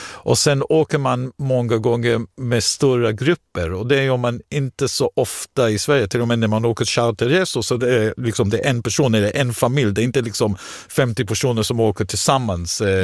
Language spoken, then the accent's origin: Swedish; Israel; now in Sweden; Jag kom från Israel och Israel reser man också mycket.